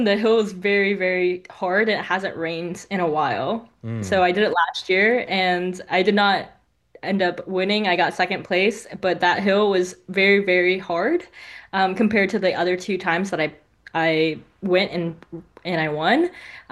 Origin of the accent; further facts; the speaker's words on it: Raleigh, North Carolina, United States; I am from Raleigh, North Carolina, and I was asking all my friends around in the area and family if they know any big hills